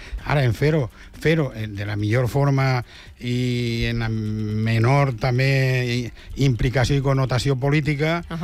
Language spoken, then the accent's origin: Catalan; Valencian Community, Spain; first language Valencian; jo sempre la meva llengua materna és el valencià, penso en valencià